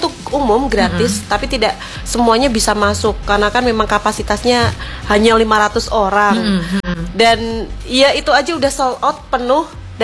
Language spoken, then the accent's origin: Indonesian; Gunung Pati, Central Java, Indonesia; Iya, saya dari Gunung Pati.